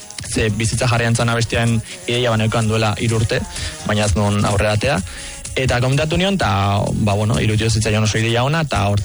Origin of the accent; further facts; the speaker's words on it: Errenteria, Basque Country, Spain; nire herrian, Errenteria horretan.